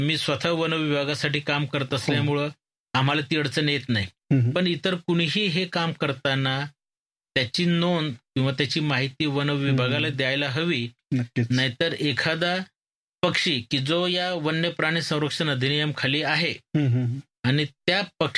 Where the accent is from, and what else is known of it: Ahmednagar district, Maharashtra, India